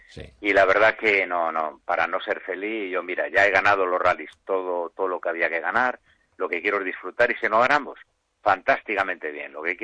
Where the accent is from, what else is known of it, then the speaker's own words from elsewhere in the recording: Asturias, Spain; now in Galicia, Spain; No, que va, yo soy asturiano.